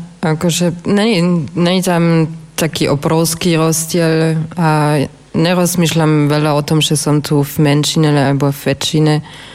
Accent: Swabia, Germany; accent: Swabian; Slovak is a second language; moved away; ja som zo Švabska pôvodne, a tak hovoríme švabsky

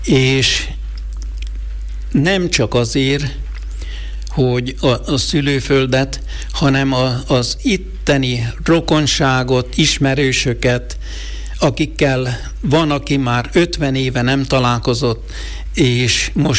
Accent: Hidaskürt, Trnava Region, Slovakia; kíváncsivá váltam arra, hogy szülőfalum története hogyan alakult, mikor alakult a község.

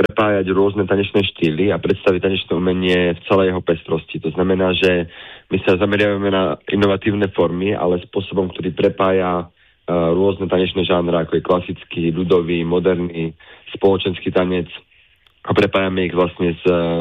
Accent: Námestovo, Žilina Region, Slovakia; moved away; Námestovo je mesto, odkiaľ pochádzam ja, rovnako veľká časť organizačného tímu.

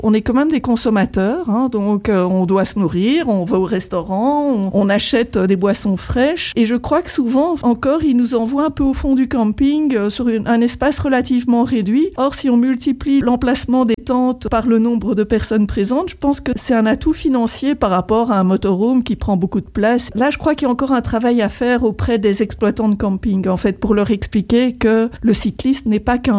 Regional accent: Brussels, Brussels-Capital Region, Belgium; je viens de Bruxelles

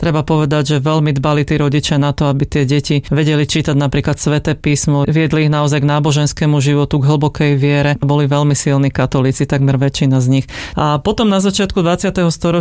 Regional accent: Smolenice, Trnava Region, Slovakia; pochádzam zo Smolenic a obec Smolenica aj okolité obce sú známe tým, že tam žili potomkovia huncokárov.

